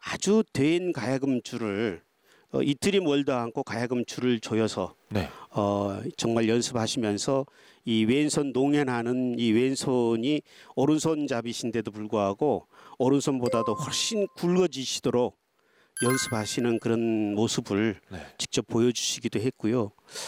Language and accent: Korean; Boseong, South Jeolla, South Korea; 저희 그 고향 마을이 그 전남 보성군 회천면인데요.